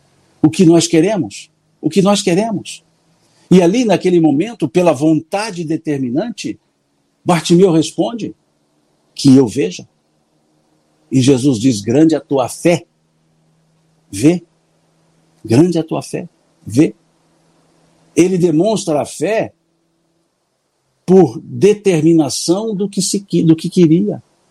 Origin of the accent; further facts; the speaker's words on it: Minas Gerais, Brazil; como bom mineiro, Deus lhes pague.